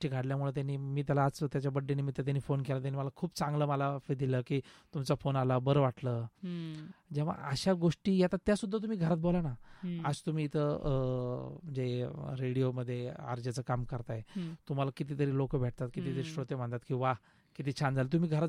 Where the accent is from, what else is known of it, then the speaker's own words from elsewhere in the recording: Ahilyanagar, Maharashtra, India; moved away; मी अहिल्या नगरचाच आहे